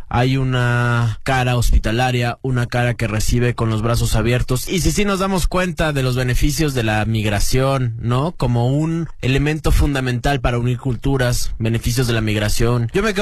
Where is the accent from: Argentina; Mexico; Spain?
Mexico